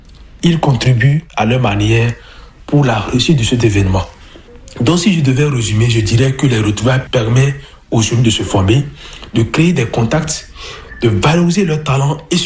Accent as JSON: {"language": "French", "town": "Ouaké", "region": "Donga", "country": "Benin", "said": "organisons des visites touristiques pour leur permettre de découvrir ce que nous avons comme culture chez nous, à Ouaké."}